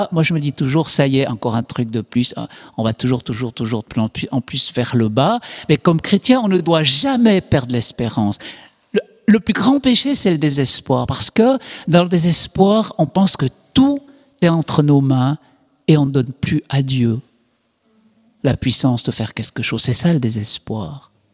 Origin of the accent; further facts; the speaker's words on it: Switzerland; et vous savez qu'en Suisse, comme je suis suisse, hein, il est permis de faire appel à un service assisté